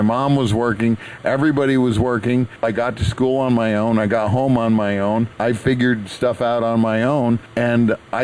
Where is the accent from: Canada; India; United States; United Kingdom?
United States; New York; growing up in New York in the 70s.